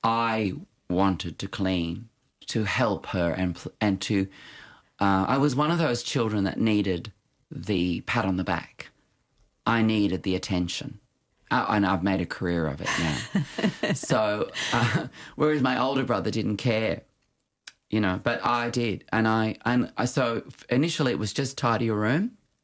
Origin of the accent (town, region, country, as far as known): Australia; born or raised there